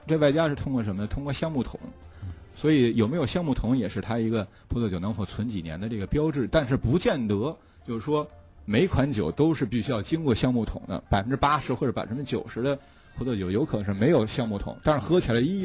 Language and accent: Chinese; China; 我们中国人身上很熟悉的